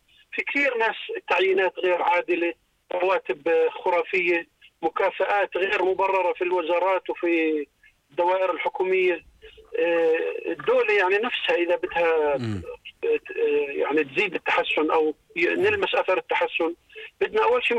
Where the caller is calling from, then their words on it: Jordan; عندنا في الأردن